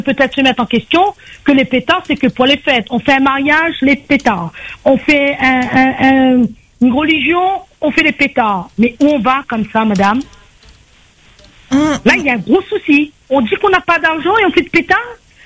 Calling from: Sainte-Marie, Réunion; À Sainte-Marie, dans les Hauts, oui. Je suis à Flacourt.

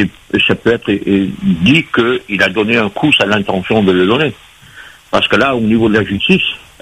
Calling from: Paris, Île-de-France, France; je vous appelle de Paris.

